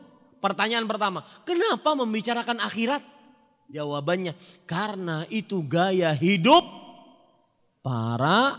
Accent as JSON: {"language": "Indonesian", "region": "Kalimantan", "country": "Indonesia", "said": "saya dari Kalimantan, harus mengarungi lautan."}